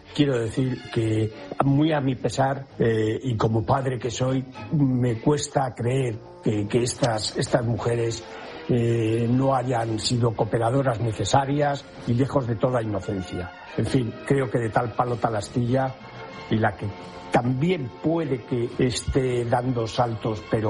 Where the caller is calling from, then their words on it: Madrid, Community of Madrid, Spain; Buenos días … de Madrid.